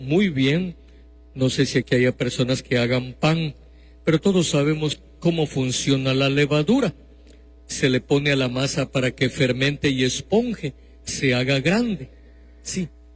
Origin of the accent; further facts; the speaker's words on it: Mexico; nuestro país mexicano